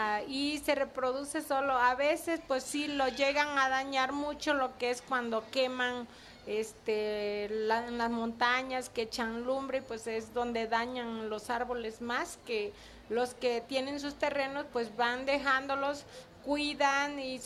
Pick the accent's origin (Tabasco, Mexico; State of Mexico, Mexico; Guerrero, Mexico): Guerrero, Mexico; Olinalá; Yo vengo de Olinalá, Guerrero, la montaña alta.